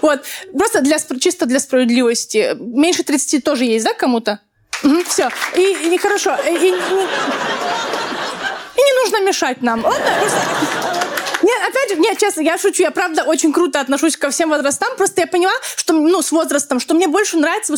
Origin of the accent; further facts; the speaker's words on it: Dagestan, Russia; мне 31, я из Дагестана